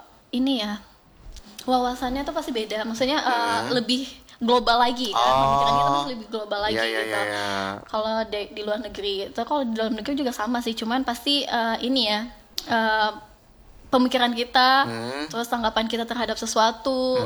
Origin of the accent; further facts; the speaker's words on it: Padang, West Sumatra, Indonesia; Nah, di situ aku bawa tarian tari piring dari Padang, karena aku dari Padang ya.